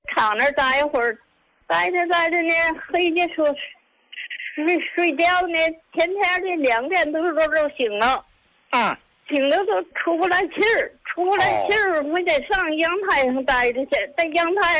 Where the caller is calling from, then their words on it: Qinhuangdao, Hebei, China; 我是秦皇岛的。